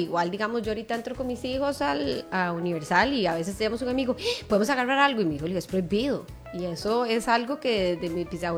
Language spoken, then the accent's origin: Spanish; Costa Rica